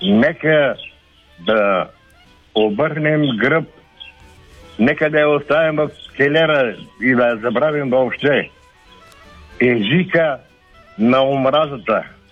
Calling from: Sofia, Sofia City, Bulgaria; от София съм.

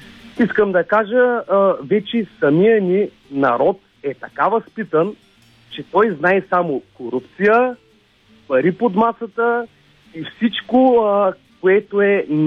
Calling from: Varna, Varna Province, Bulgaria; съм от Варна

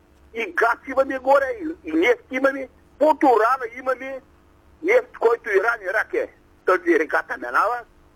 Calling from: Sliven Province, Bulgaria; Аз съм тук от Сливенска район, се обаждам.

